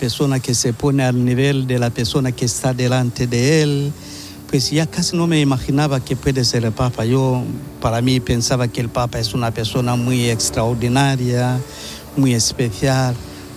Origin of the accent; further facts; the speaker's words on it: Njombe, Tanzania; moved away as an adult; now in Barcelona, Spain; Soy de Tanzania, de la diócesis de Njombe, entre la orden San Agustín desde el año 1981. Me profesé como agustino el año 1989.